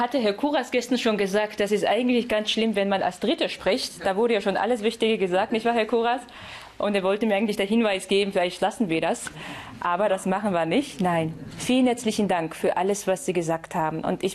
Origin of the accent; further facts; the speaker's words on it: Dessau, Saxony-Anhalt, Germany; Und nun stehe ich hier als Georgierin und ich sage, ich bin eine Dessauerin mit georgischen Wurzeln, also eine Europäerin.